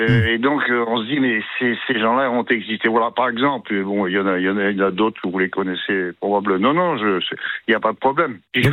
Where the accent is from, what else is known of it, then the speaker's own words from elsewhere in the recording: Normandy, France; Alors, balader, là, je suis remonté chez moi en Normandie, là.